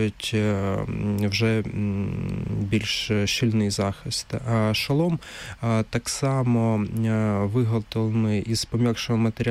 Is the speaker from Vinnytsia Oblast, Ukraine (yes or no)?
no; Kharkiv, Kharkiv Oblast, Ukraine; Раніше, до повномасштабного вторгнення, наприклад, в Харкові, це моє рідне місто